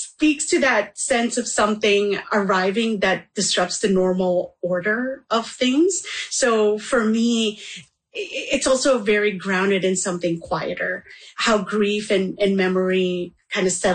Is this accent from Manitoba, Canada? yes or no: yes; Manitoba, Canada; born there; moved away as an adult; now in Vancouver, Canada